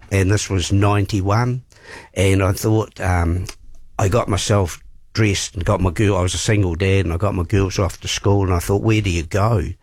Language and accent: English; Canterbury, New Zealand; now in Waikuku, New Zealand; I'm a Ngātahi boy, born and bred, and can't get out of the place. Love it down there. Live on the beach now in Waikuku. So I grew up there. Went to Langs Road Academy for Higher Learning in Intellectual Giants, which is known as Papanui High.